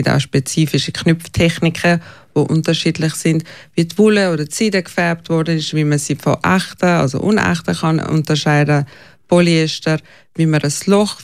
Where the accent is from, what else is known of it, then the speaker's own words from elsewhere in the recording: Switzerland; Und es war schon eine ständige Angst gewesen, aber mehr als Schweizer, wo man Angst hat, dass man nichts Falsches macht